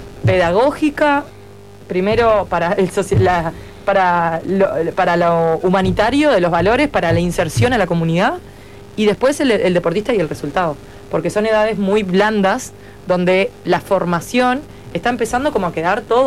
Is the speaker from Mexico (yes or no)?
no; Uruguay; más allá de lo que yo era como talento uruguayo